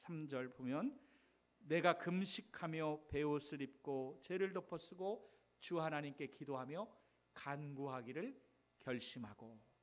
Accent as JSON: {"language": "Korean", "region": "Chungcheong", "country": "South Korea", "tie": "born or raised there", "said": "저희 고향에 계룡산이 있거든요. 대전 유성 그쪽에"}